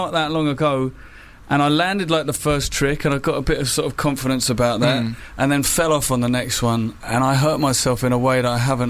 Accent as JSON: {"language": "English", "area": "Surrey", "region": "South East England", "country": "United Kingdom", "tie": "born or raised there", "also_born_or_lived": "London / Manchester", "moved": "as an adult", "said": "I was born in London, and then I grew up just outside in Surrey"}